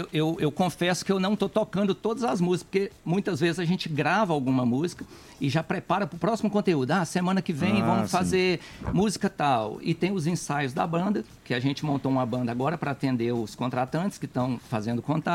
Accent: Araguari, Minas Gerais, Brazil; Somos de Araguari, inclusive.

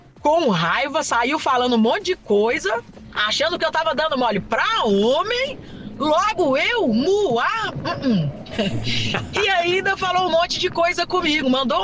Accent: Belo Horizonte, Minas Gerais, Brazil; sou de BH.

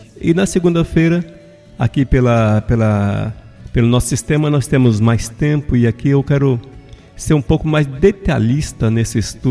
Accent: Brazil; nascemos no Brasil

